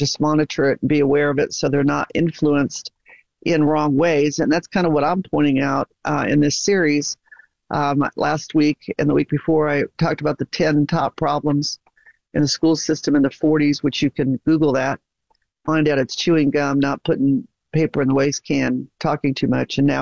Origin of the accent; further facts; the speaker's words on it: United States; we Americans